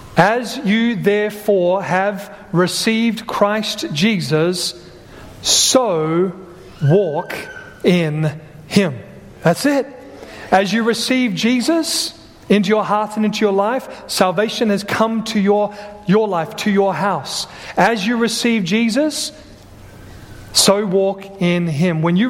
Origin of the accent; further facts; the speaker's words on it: Australia; moved away as an adult; And I was here from Australia. I came when I was 19.